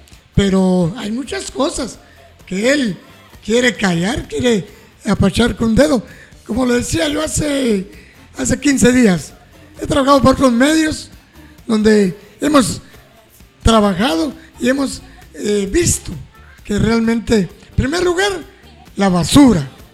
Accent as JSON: {"language": "Spanish", "town": "Cobán", "region": "Alta Verapaz", "country": "Guatemala", "said": "yo, como soy de Cobán"}